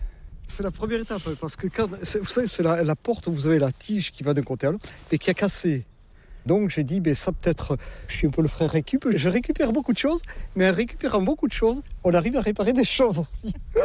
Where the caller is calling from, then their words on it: Saint-Vincent-de-Paul, Nouvelle-Aquitaine, France; Mon accent, je ne suis pas du nord de la Loire, non. Je suis des Landes, du pays de Saint-Vincent-de-Paul. Je suis rentré en fin 89.